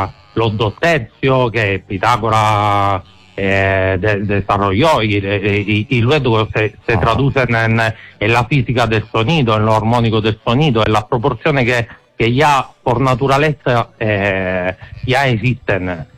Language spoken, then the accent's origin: Spanish; Italy; Spanish is a second language; Pues se entiende que soy italiano, ¿no?